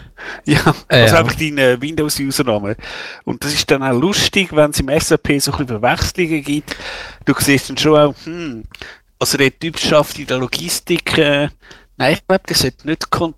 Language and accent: German; Zurich, Switzerland; Also, ja, ich kann sagen, Kappel am Albis ist jetzt, ja, da bin ich irgendwo aufgewachsen in der Nähe.